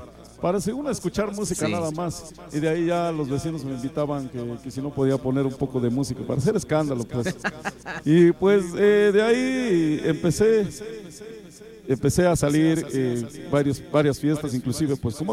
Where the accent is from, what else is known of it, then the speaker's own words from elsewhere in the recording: Canoa, Puebla, Mexico; yo soy de Canoa